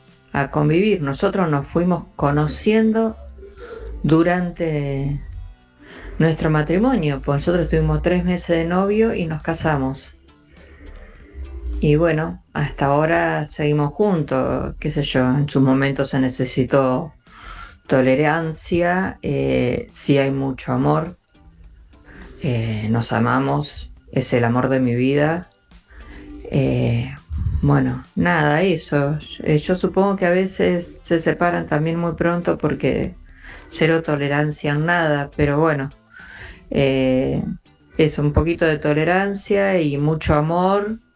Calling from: Libertad, Buenos Aires Province, Argentina; soy de Libertad Merlo.

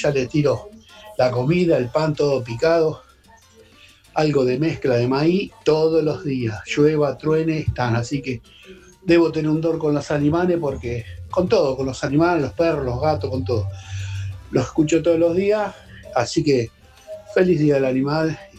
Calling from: Ituzaingó, Buenos Aires Province, Argentina; de la zona oeste de Ituzaingó.

